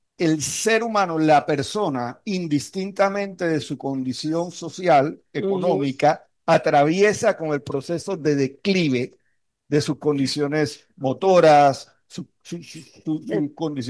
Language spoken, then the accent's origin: Spanish; Panama; como panameños tenemos que hermanarnos